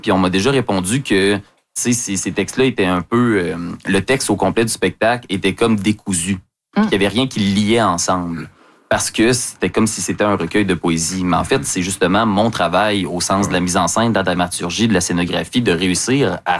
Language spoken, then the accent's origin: French; Lévis, Quebec, Canada; Après avoir passé toute mon enfance à Lévis, en plus, là, qui est d'ailleurs un des sujets du spectacle.